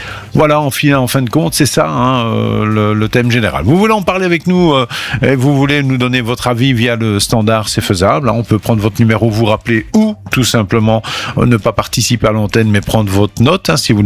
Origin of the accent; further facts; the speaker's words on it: Belgium; Parce que, encore une fois, chez nous en Belgique, ben, c'est tout ou rien, on passe de 14 à 35 degrés, ça fait 20 degrés de plus.